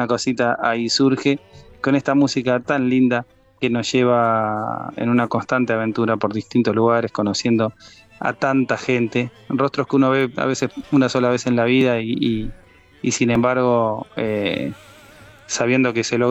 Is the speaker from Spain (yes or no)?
no; Uruguay; now in Argentina; es mi país, mi pueblo, siempre estoy volviendo a Uruguay cada vez que puedo